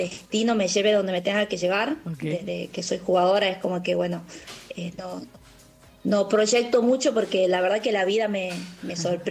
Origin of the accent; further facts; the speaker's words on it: Jujuy, Argentina; moved away; no soy la única jujeña que está